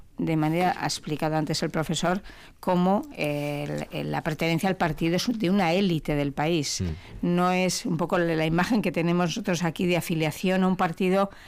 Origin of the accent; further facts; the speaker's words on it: Basque Country, Spain; como sería yo aquí una vasca normal y corriente